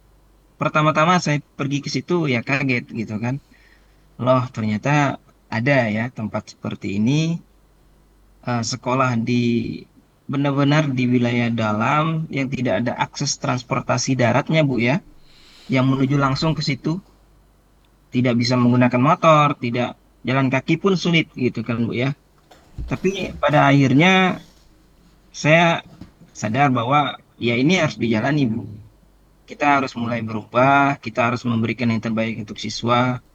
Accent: Balai Karangan, West Kalimantan, Indonesia; Kami rata-rata ada yang dari Balai Karangan seperti saya, dari Pontianak, Ketapang

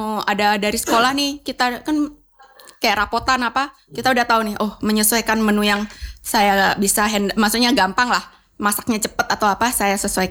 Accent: Bali, Indonesia; also born or lived in Surabaya; now in Kupang, Indonesia; saya kan orang Bali

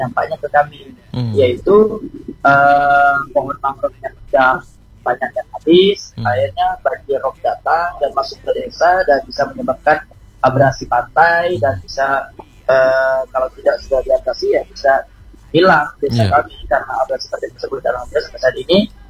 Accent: Kubu Raya, West Kalimantan, Indonesia

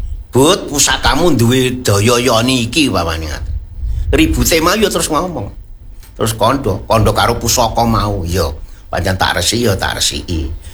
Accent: Java, Indonesia; untuk saya sebagai orang Jawa kuno dari yang sudah tua

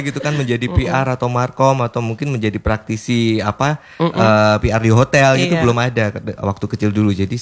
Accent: Yogyakarta, Special Region of Yogyakarta, Indonesia; now in Labuan Bajo, Indonesia; Saya aslinya dari Yogyakarta.

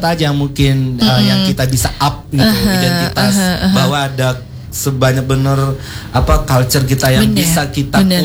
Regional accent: Lampung, Indonesia; Oh, gue Lampung. Walaupun aku bisa bahasa Inggris, bahasa ini, itu.

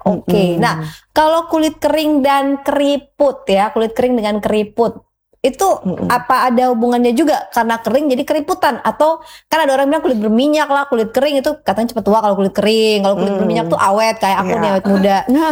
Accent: Kupang, East Nusa Tenggara, Indonesia; apa ini juga mempengaruhi kulit kita orang Kupang?

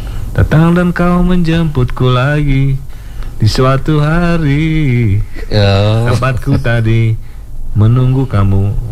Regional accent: Jakarta, Indonesia; born there; Gue sih emang orang Jawa, bapak ibu gue Jawa. Ibu Solo, bapak Jember. Cuma gue lahir di Jakarta, jadi Betawi, jadi Betokau gitu.

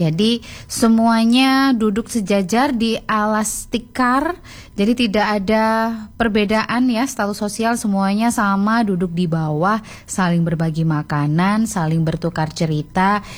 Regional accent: East Java, Indonesia; kita banggakan khususnya sebagai warga Jawa Timur.

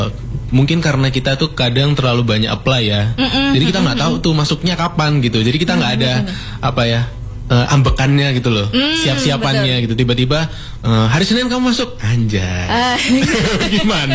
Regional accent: Sidoarjo, East Java, Indonesia; also born or lived in Kediri; Sebenarnya dari Sidoarjo.

